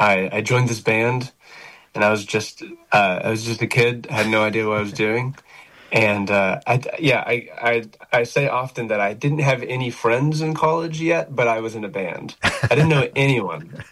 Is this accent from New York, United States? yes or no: no; Arkansas, United States; moved away as an adult; also born or lived in Jonesboro, Arkansas / Nashville, Tennessee; I was born in Jonesboro, and my parents both went to ASU. They're from Batesville, and I've still got grandparents in Batesville, and cousins and aunts and uncles and the whole thing. And I spent my entire pre-college life in Arkansas and went to Nashville for college.